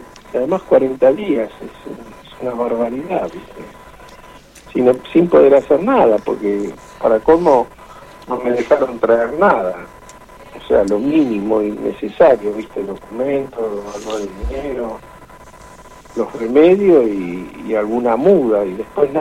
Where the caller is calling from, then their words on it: Carmen de Areco, Buenos Aires Province, Argentina; Carmen de Areco